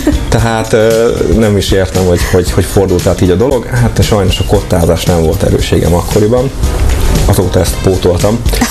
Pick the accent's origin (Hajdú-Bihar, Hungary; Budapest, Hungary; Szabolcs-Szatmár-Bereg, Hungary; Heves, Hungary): Hajdú-Bihar, Hungary; Mikepércs; also born or lived in Debrecen; Én Debrecenben születtem, és egy éves koromban költöztünk ki Miképécsre, és azóta is ott élek